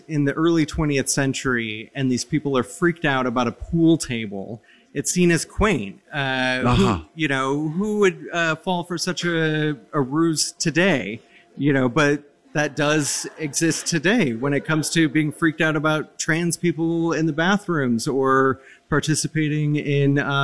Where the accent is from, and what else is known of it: Mason City, Iowa, United States; born or raised there; moved away